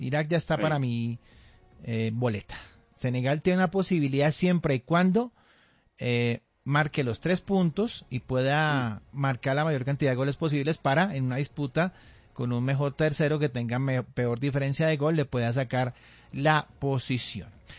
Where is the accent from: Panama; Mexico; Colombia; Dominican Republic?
Colombia; Lo que pasa es que aquí somos colombianos.